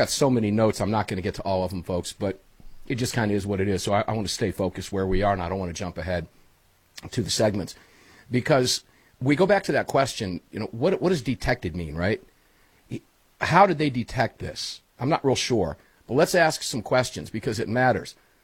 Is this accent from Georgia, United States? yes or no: no; Tampa, Florida, United States; they've moved into my hometown of Tampa, Florida.